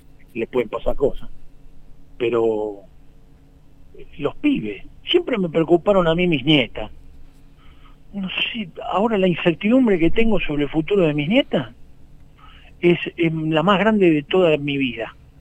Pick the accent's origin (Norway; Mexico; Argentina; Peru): Argentina